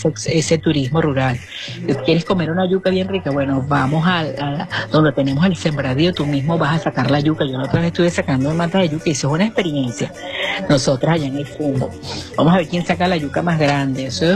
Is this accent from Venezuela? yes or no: yes; Apure, Venezuela; el estado Apure, mi tierra, la tierra de mis hijos